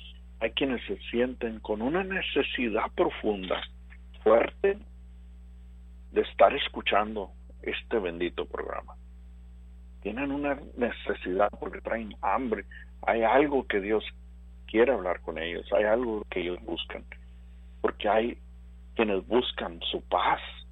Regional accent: Rio Grande Valley, Texas, United States; aquí de Texas. Que recordemos que antes de ser estadounidenses, nosotros somos tejanos, nosotros somos de Texas, y hacen prejuicios por nuestro color, por nuestra voz, por nuestra raza. Ni siquiera nuestro hablar es común en México

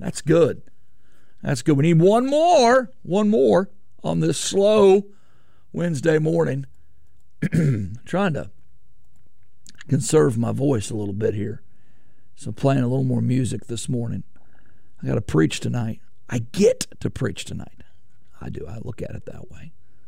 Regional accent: Harrison, United States; They're going to be in Harrison, my hometown

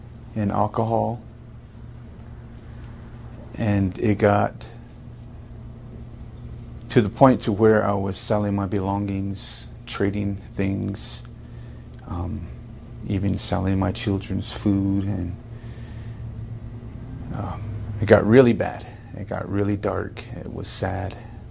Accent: Arizona, United States; I'm from Noslini, Arizona. I attend Solid Rock Baptist Church.

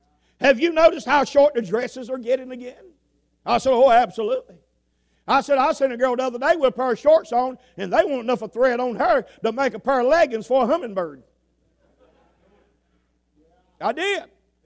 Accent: Roland, United States; moved away; I'm from Roland. But I didn't stay around there.

